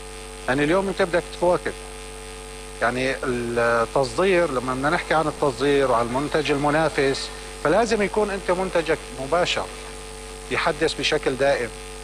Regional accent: Aleppo, Aleppo Governorate, Syria; نحن من حلب،

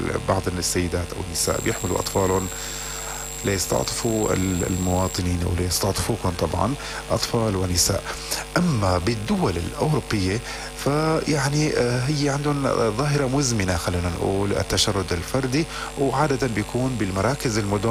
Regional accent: Syria

